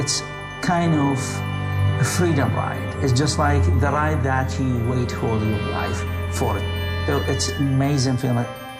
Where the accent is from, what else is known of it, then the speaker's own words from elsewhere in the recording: Iraq; English is a second language; moved away; So, came here knowing nobody, zero language. The first hot meal I get, you know, I'm Muslim, I'm coming from Iraq.